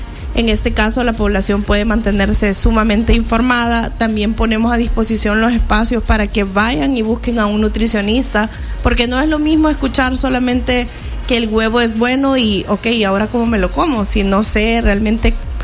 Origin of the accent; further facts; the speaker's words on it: El Salvador; porque realmente como salvadoreños tenemos que vivir con huevos.